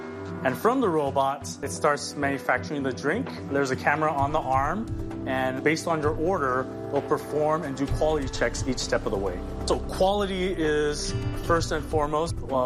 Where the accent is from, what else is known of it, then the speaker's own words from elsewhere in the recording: San Francisco, California, United States; I am born and raised in San Francisco.